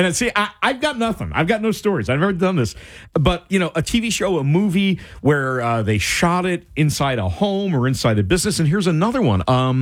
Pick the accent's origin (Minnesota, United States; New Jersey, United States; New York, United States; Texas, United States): New Jersey, United States; It's in my hometown.